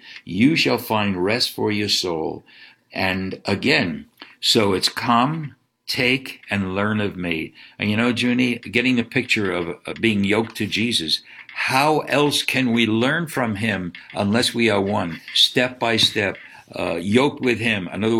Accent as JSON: {"language": "English", "town": "Brooklyn", "region": "New York", "country": "United States", "tie": "born or raised there", "said": "growing up in Brooklyn, a yoke seems to be a picture of bondage."}